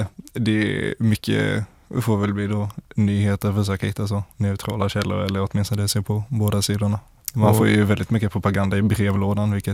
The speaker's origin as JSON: {"language": "Swedish", "town": "Lund", "region": "Skåne", "country": "Sweden", "tie": "born or raised there", "said": "jag kommer från Lund"}